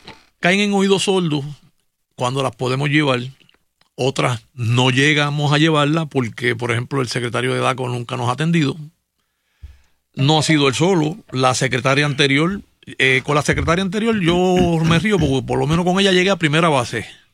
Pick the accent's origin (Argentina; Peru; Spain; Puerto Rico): Puerto Rico; yo tengo mi creencia como puertorriqueño y mi ideología